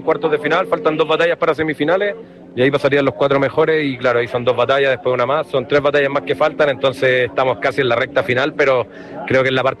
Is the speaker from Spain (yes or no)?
no; San Pedro de la Paz, Biobío, Chile; vengo de San Pedro de la Paz